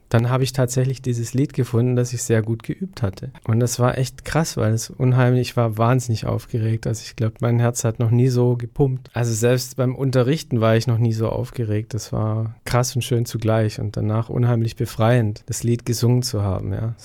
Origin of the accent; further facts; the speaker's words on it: Baden-Württemberg, Germany; Ich komme aus Haupt am Neckar und das ist in der Nähe von Stuttgart und das sind so ungefähr 800 Kilometer von hier. Ja, und jetzt hat es mich in den hohen Norden verschlagen